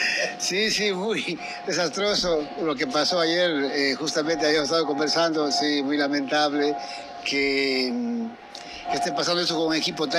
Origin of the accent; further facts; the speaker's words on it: La Troncal, Cañar, Ecuador; como ciudadano, como modesto ciudadano de la Cantona Troncal.